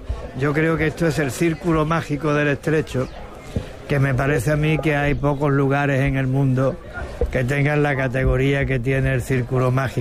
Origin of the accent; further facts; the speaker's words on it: Ceuta, Spain; Claro, es que venimos de África, pero sin dejar de ser rocieros y sin dejar de ser España. Ceuta es una prolongación de España y de Andalucía al otro lado del estrecho